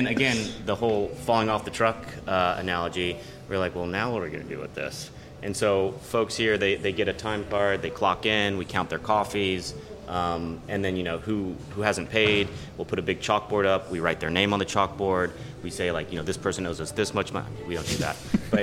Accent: Midwest, United States; moved away; I'm from the Midwest

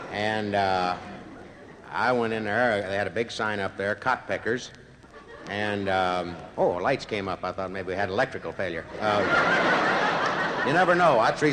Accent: Ohio, United States; I'm from Ohio

